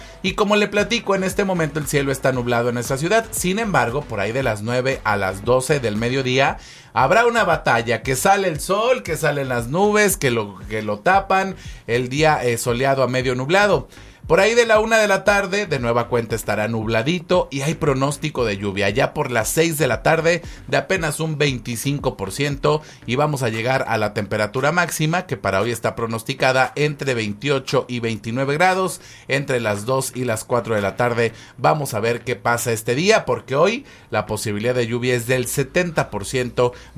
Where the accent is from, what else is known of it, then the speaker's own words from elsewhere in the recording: Cuautla, Morelos, Mexico; los que somos de aquí de Cuautla